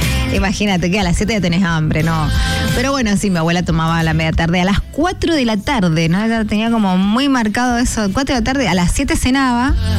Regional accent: Mendoza, Argentina; a los mendocinos, por más que somos de Mendoza, vivimos aquí en Mendoza

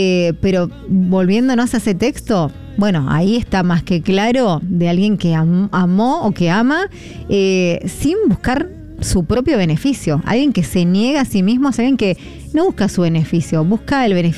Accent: Argentina; Es como si nosotros de acá, de Argentina, nos vamos a vivir a otro país, ¿no?

